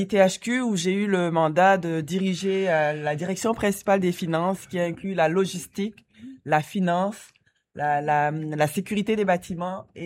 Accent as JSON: {"language": "French", "country": "Niger", "tie": "born or raised there", "also_born_or_lived": "Senegal / Côte d'Ivoire", "moved": "as an adult", "lives_now": "Canada", "said": "Je viens du Niger. Mais en fait, j'ai plusieurs origines. Là, depuis 35 ans, je suis québécoise, mais avant ça, je viens du Niger. Je suis née au Sénégal. J'ai grandi entre la Côte d'Ivoire et le Niger."}